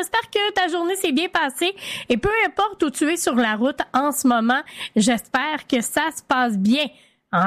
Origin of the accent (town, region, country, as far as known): Quebec, Canada